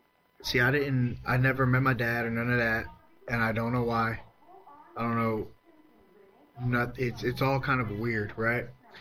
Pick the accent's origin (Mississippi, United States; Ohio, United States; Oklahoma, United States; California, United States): Mississippi, United States; also born or lived in Virginia / Louisiana; But I didn't go, we moved to Mississippi. I spent all my childhood in Mississippi, like right there on the coast, Long Beach, Gulfport, Socia, Lyman, all over that little area. And then my teen years, I was in Louisiana, I lived in Louisiana.